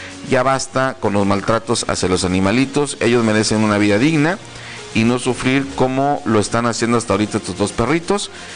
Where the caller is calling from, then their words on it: Cintalapa, Chiapas, Mexico; Buenas tardes, soy de acá de Cintalapa.